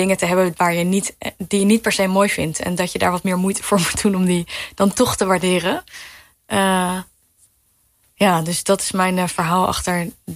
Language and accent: Dutch; Arnhem, Gelderland, Netherlands; born or raised there